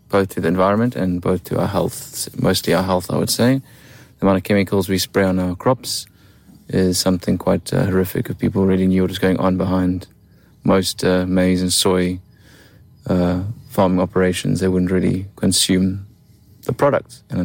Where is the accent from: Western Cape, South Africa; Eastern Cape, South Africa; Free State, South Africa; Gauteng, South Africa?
Western Cape, South Africa; Cape Town; Ja, yeah, so I grew up in Cape Town, born in Cape Town